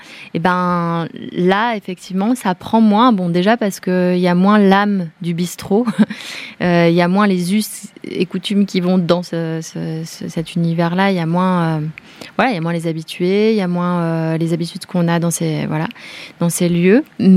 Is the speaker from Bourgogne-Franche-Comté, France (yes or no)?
yes; Bourgogne-Franche-Comté, France; c'est le Haut-Jura, nous, on vient du Jura.